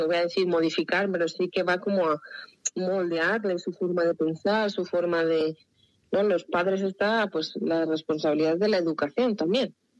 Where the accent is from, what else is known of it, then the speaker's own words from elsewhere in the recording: Valladolid, Castile and León, Spain; yo siendo vallisoletana, pero vallisoletana de las Bordes, de pura raza, soy fan de la Catedral de León.